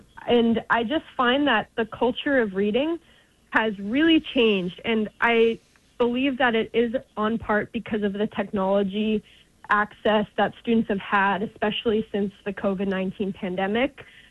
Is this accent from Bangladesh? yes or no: no; New York, United States; I'm a student from New York. I recently graduated high school.